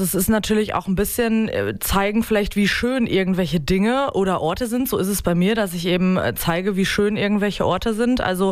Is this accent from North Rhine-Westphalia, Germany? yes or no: yes; North Rhine-Westphalia, Germany; born there; now in Osnabrück, Germany; weil irgendwie dachte ich als gebürtige NRWlerin immer, ah ja, da oben ist ja alles flach und jetzt ist hier der Teutoburger Wald, was irgendwie sehr cool ist, dass man hier echt gut wandern kann.